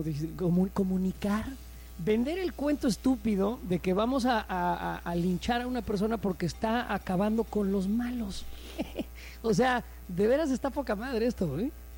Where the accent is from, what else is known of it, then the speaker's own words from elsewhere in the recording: Mexico; a mí como mexicano me irrita muchísimo.